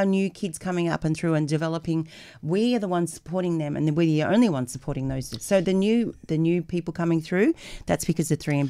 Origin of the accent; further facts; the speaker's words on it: Albury, New South Wales, Australia; I grew up in Albury, Wodonga.